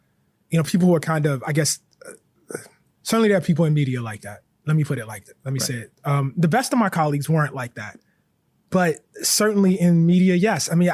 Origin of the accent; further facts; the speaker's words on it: Baltimore, Maryland, United States; I could have dropped anybody from the neighborhood that I grew up in West Baltimore, on the West Bank.